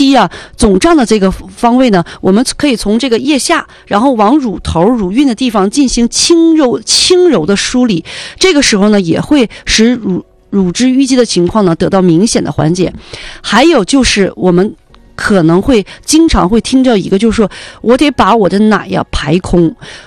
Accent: Northeast China, China; 我们东北人

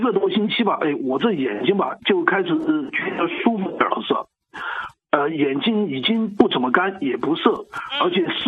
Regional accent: Wuhan, Hubei, China; 我是武汉的哦。

